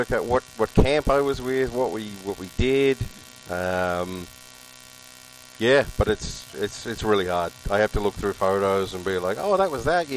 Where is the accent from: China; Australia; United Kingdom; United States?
Australia; now in Ottawa, Canada; I'm Australian. I've lived in Ottawa for 18 years.